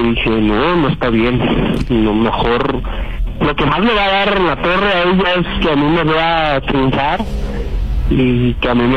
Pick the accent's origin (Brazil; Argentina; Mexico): Mexico; Tierra Caliente; Yo la escucho mucho